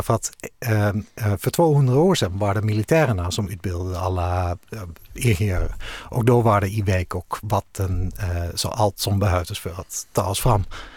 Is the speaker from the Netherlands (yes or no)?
yes; Netherlands; Swedish is a second language; moved away; Förlåt, jag är holländare, så säg det på engelska.